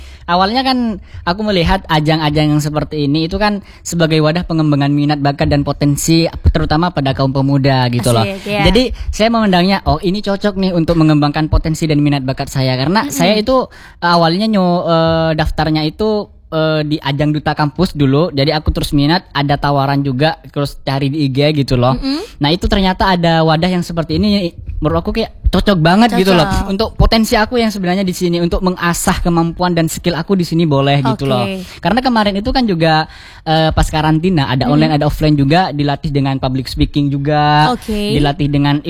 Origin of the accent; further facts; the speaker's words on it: Madura, East Java, Indonesia; moved away as an adult; now in Yogyakarta, Indonesia; Orang Madura.